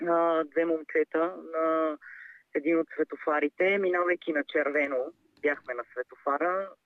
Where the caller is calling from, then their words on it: Sofia, Sofia City, Bulgaria; понеже съм от София